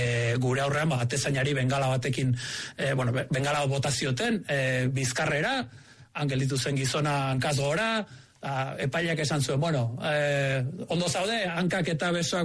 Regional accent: Bosnia & Herzegovina; now in Spain; gerra hasi zen, gure herrian, gurasoi etxe arrezieten, lagunak hil zizkidaten, ni Zubietan nengoen entrenatzen, eta zuen etxera bueltatu nahi Bosniako gerrako notiziak entzutera.

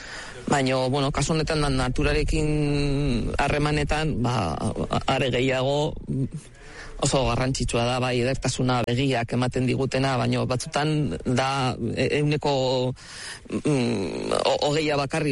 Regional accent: Astigarraga, Basque Country, Spain; Ni txikitan pentsatzen badet, ba nere oroitzapena beti daude Astigarragakoa naiz, Antillo Mendin, da belarretan, eta nola etxeak egiten genituen, eta, osea, nere haurtzaroa natura da.

